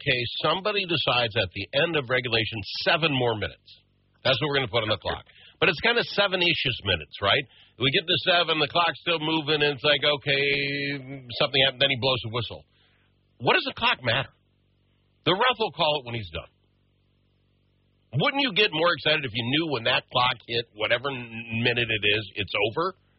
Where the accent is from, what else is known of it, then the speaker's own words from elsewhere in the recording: United States; As an American